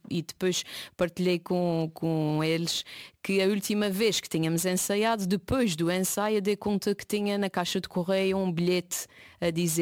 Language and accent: Portuguese; Azores, Portugal; nós açorianos